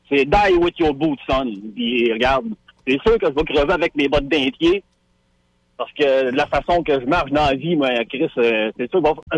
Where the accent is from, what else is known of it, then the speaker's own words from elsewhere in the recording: Quebec, Canada; born there; also born or lived in Loretteville, Quebec City / Beauce; je suis né à Québec, je suis né à Loretteville. J'ai grandi au Saguenay, j'ai grandi dans la Beauce